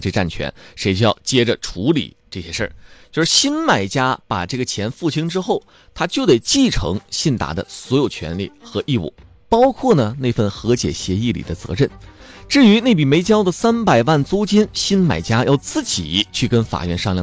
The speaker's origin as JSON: {"language": "Chinese", "town": "Haikou", "region": "Hainan", "country": "China"}